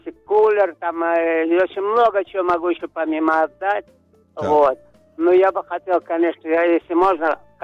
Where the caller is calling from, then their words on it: Ashdod, Southern District, Israel; Я из Ашдода.